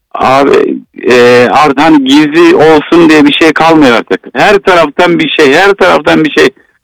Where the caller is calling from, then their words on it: Izmir, İzmir, Turkey; İzmir'den